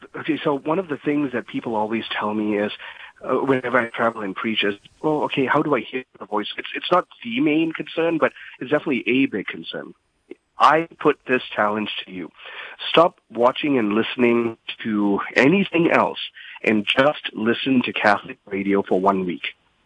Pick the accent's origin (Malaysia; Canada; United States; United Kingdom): Malaysia; Kuala Lumpur; I'm from Kuala Lumpur, Malaysia. That's just about 12 hours ahead of where you are right now geographically.